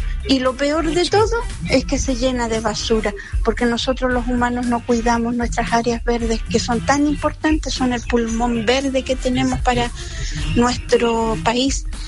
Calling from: Santiago, Santiago Metropolitan Region, Chile; yo vivo acá en La Cisterna.

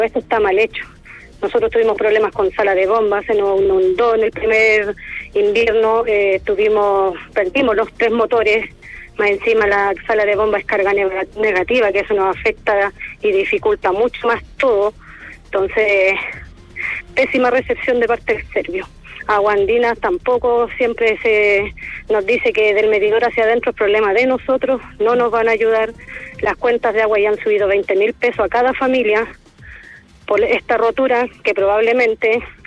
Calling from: Santiago, Santiago Metropolitan, Chile; nosotros somos un condominio de Peñalolén, San Luis. Llevamos 13 años viviendo acá

